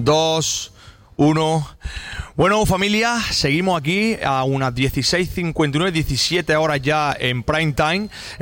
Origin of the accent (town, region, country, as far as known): Almería, Andalusia, Spain